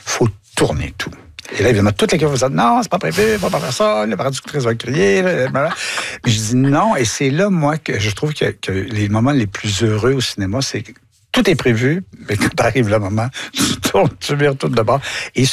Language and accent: French; Quebec, Canada; et montrer, en tant que Québécois, ce que les mots veulent dire